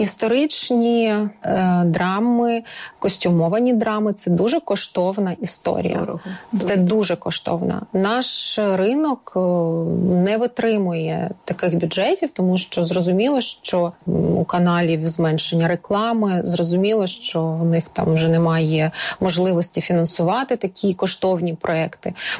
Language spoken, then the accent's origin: Ukrainian; Lviv, Lviv Oblast, Ukraine